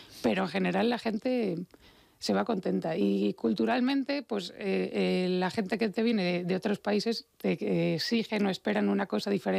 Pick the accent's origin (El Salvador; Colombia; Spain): Spain; Salamanca, Castile and León; born there; Yo en Salamanca.